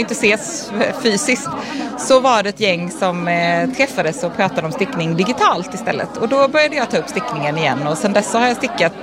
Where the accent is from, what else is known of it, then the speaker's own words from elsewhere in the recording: Emmaboda, Kalmar County, Sweden; now in Malmö, Sweden; Nej, jag är från Småland från början, men jag har bott i Malmö i 20 år.